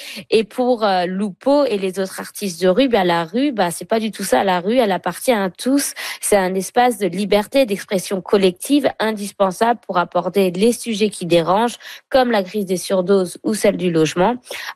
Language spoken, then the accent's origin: French; France; moved away; Moi, c'est pareil. À mon accent, vous l'avez reconnu. Hein. Moi, j'ai grandi en France